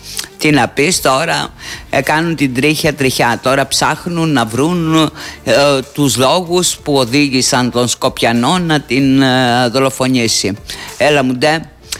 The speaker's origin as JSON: {"language": "Greek", "town": "Heraklion", "region": "Crete", "country": "Greece", "tie": "born or raised there", "moved": "yes"}